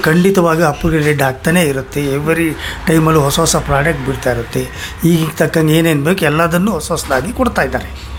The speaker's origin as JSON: {"language": "Kannada", "town": "Shivamogga", "region": "Karnataka", "country": "India", "tie": "born or raised there", "said": "ನಾವು ಶಿವಮೊಗ್ಗದಲ್ಲೇ ಹುಟ್ಟಿ ಬೆಳೆದಿದ್ದು, ಓದಿದ್ದು ಬಂದು DVS ಕಾಲೇಜಲ್ಲಿ. ಇಲ್ಲಿ ಬಂದು 25 ವರ್ಷದಿಂದ ಇದೇ ಬಿಸ್ನೆಸ್ ಅನ್ನು ಮಾಡ್ಕೊಂಡ್ಬಂದಿದ್ದೀವಿ."}